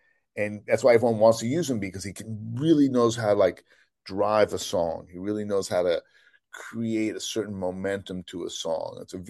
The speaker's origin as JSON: {"language": "English", "town": "Berkeley", "region": "California", "country": "United States", "said": "And he went to Eagle Rock, and I'm from Berkeley. Eagle Rock's outside of LA."}